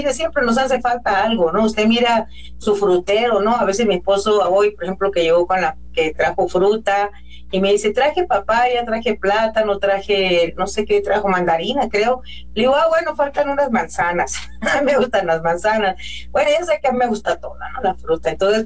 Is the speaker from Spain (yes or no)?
no; Mexico; soy mexicana